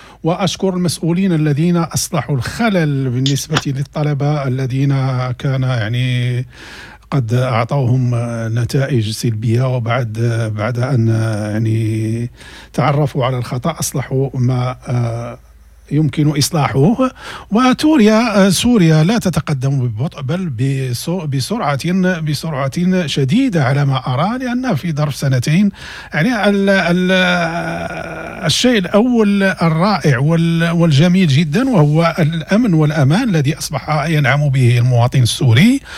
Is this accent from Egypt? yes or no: no; Morocco; وحتى عندنا في المغرب الانتخابات على الأبواب،